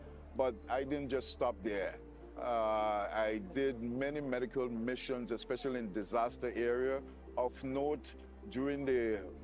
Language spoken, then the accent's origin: English; Tobago, Trinidad & Tobago; born there; I was born in Tobago, and really I was passionate about becoming a medical missionary.